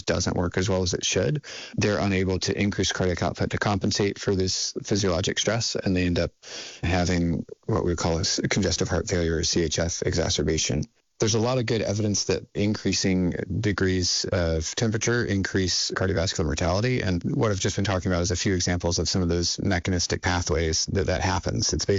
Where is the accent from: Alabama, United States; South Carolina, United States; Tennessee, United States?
South Carolina, United States; born or raised there; now in Vermont, United States